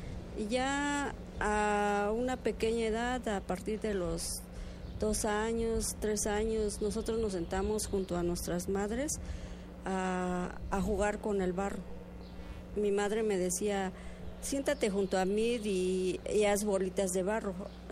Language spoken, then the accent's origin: Spanish; Santa María Atzompa, Oaxaca, Mexico; soy originaria de Santa María Atzompa, orgullosamente artesana.